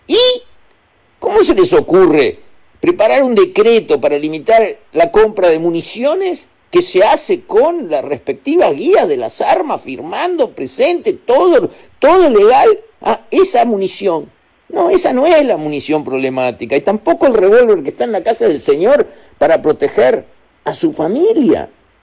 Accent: Uruguay; sabe que soy uruguayo

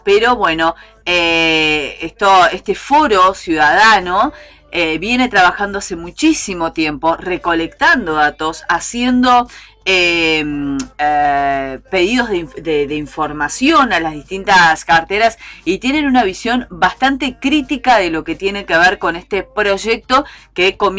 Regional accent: Pando, Canelones, Uruguay; Quienes somos de Pando hace muchísimos años

